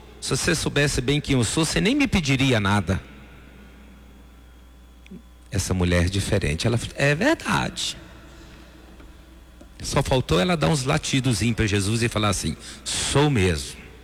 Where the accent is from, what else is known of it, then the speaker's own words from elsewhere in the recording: Minas Gerais, Brazil; sendo bem brasileiros e sendo bem mineiros